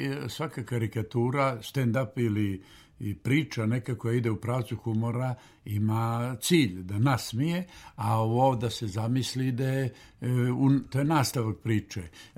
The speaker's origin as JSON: {"language": "Serbian", "town": "Berane", "region": "Berane Municipality", "country": "Montenegro", "tie": "born or raised there", "said": "Zaista mi je drago vratiti se u ovaj studio u mom rodnom gradu i uvijek se sjećam sjajno kada dođem u studiju Radio Berana."}